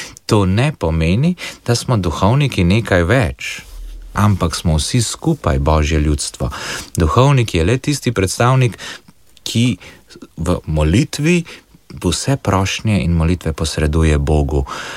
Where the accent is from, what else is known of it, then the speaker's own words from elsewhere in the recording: Kranj, Upper Carniola, Slovenia; Glede na to, da sem doma iz Mlake pri Kranju, torej župnija Kokrica, imam Brezje zelo blizu